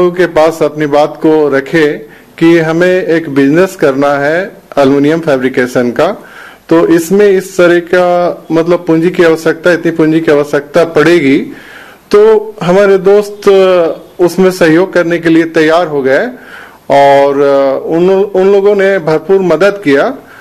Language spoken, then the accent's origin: Hindi; Hazaribagh, Jharkhand, India; हमारी शिक्षा हजारीबाग से हुई है, हम हजारीबाग के ही रहने वाले हैं